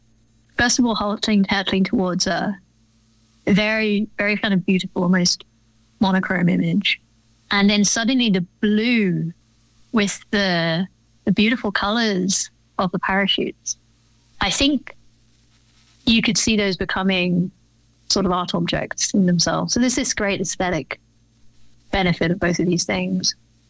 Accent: England, United Kingdom; And I've instituted this norm that as English people do and also as philosophers do, after the philosophy session, we go to the pub to talk about philosophy.

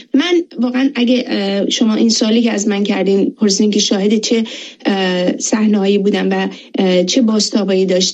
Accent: Iran; والا من اول بگم که به عنوان یک ایرانی یکی از افتخاراتم بود که همچین مسئولیتی رو داشتم

